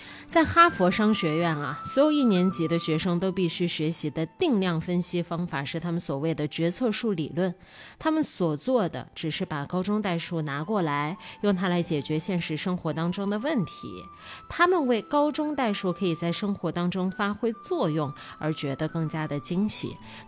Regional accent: China

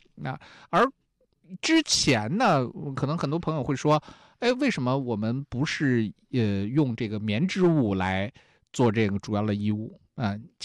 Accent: China; 对于我们中国人非常非常重要啊

